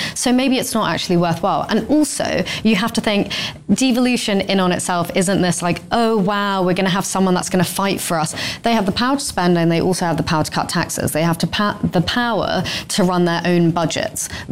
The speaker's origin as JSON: {"language": "English", "region": "London", "country": "United Kingdom", "said": "I'm a Londoner through and through."}